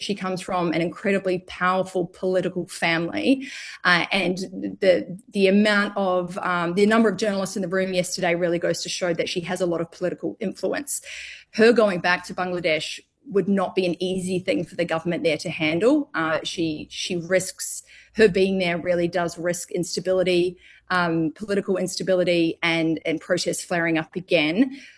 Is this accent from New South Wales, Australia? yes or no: no; Melbourne, Victoria, Australia; now in New Delhi, India; I'm from Melbourne, so I'm used to a lovely dry heat.